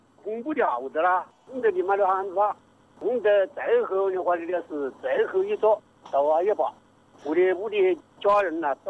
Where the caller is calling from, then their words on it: Shandong, China; 我是山东的用户啊。